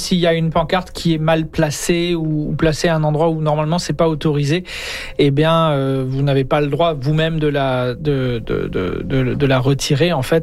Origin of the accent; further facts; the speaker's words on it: France; now in Prince Edward Island, Canada; moi là d'où je viens en France